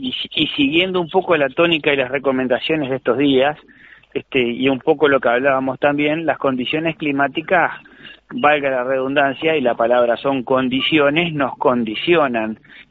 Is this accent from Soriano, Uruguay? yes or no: no; Florida, Uruguay; Yo soy de acá de Florida